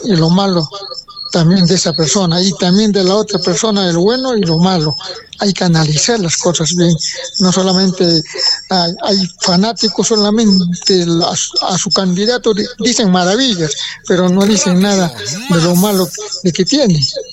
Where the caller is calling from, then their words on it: Peru; como buen peruano